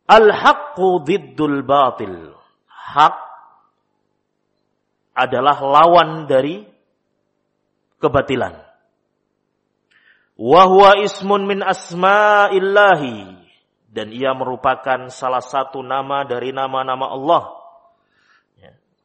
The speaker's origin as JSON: {"language": "Indonesian", "region": "Java", "country": "Indonesia"}